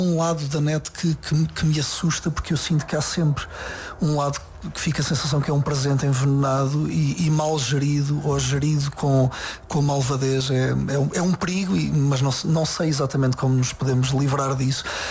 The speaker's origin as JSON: {"language": "Portuguese", "country": "Portugal", "said": "cada um de nós, como portugueses, como autores"}